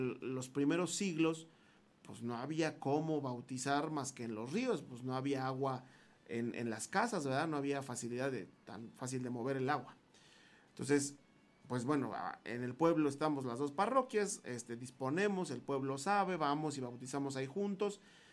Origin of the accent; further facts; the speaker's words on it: Mexico City, Mexico; yo soy, del centro del país. Yo, en lo personal, soy de la Ciudad de México.